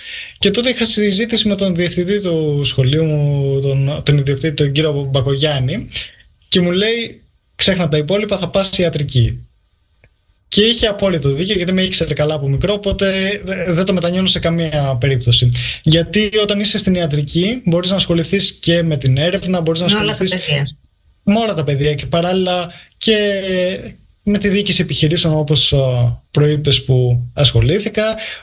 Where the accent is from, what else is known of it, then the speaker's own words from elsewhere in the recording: Larissa, Thessaly, Greece; moved away as an adult; now in Philadelphia, United States; γεννήθηκα και μεγάλωσα στη Λάρισα, προερχόμενος από μια μεσοαστική, θα λέγαμε, οικογένεια